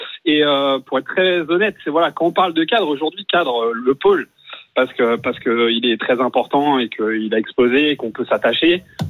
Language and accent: French; Rennes, Brittany, France; Aujourd'hui, je suis content pour le Stade Rennais, je suis Rennais, je suis supporter